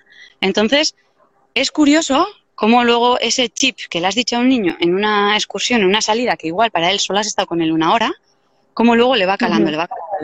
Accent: Deba, Basque Country, Spain; born there

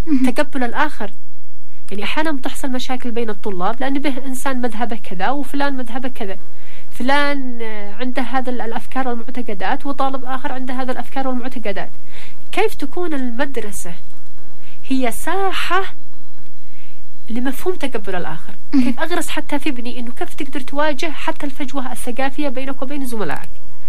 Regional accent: Yemen; احنا كيمنيين

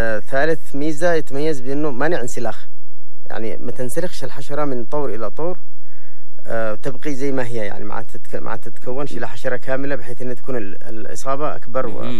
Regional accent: Yemen; فبطبيعتنا إحنا كيمنيين، إحنا مجتمع زراعي،

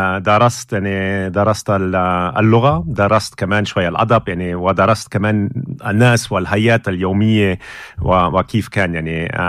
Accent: Germany; Arabic is a second language; moved away as an adult; now in Damascus, Syria; كألماني عندي كمان يعني أسرة مع السوريين في ألمانيا. أنا كنت في وقت الهجرة الكبيرة 2015 يعني كنت في ألمانيا وعندي أصحاب هناك كمان سوريين

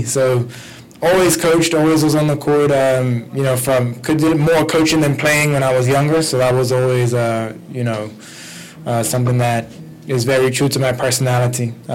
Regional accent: Bermuda; But I'm from Bermuda. Flew in from Bermuda.

